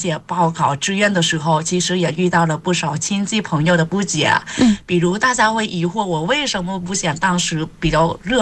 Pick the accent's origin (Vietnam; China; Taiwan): Vietnam; Chinese is a second language; 因为在越南呢，一直以来中国电视剧在我们这边特别受欢迎的，我也就是看着中国电视剧长大的